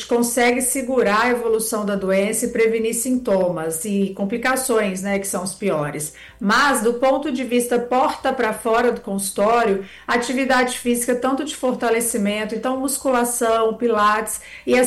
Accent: Minas Gerais, Brazil

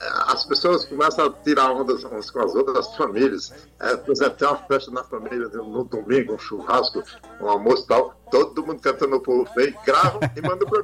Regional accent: Ceará, Brazil; eu sou um cearense grande demais, né? 1,93 m

